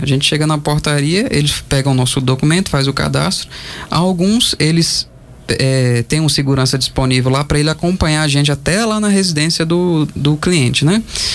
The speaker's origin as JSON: {"language": "Portuguese", "region": "São Paulo", "country": "Brazil", "said": "Porque eu vim de São Paulo, lá a gente não tem essa cultura, né?"}